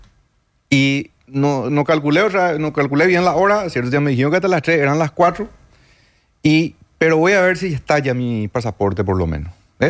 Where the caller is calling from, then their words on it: Asunción, Paraguay; yo soy de Asunción, tengo auto, hasta cierto punto dispongo de mi tiempo